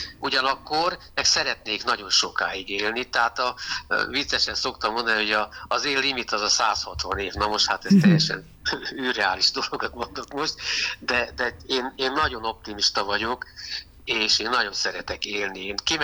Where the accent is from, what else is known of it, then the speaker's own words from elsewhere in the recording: Budapest, Hungary; born there; also born or lived in Pápa; mert én pápán születtem, és ott voltam minden évben egy olyan hónapot, másfél hónapot nyaralni Budapestről